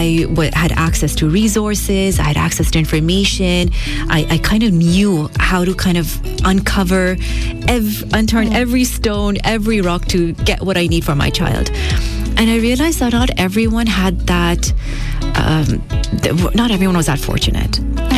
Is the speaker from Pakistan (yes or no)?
yes; Pakistan; also born or lived in Gulf; So I call myself a Gulf girl. I'm originally Pakistani. I'm born and raised in the Gulf. So this is where my heart has been since forever.